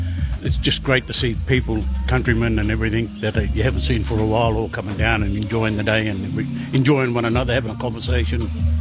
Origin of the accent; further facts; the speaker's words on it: Geraldton, Western Australia, Australia; Geraldton. I'm born and bred in Geraldton, yeah.